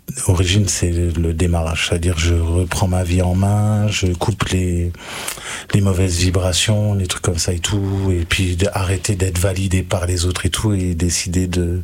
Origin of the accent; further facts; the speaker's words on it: Briey, Grand Est, France; précisément de Briey.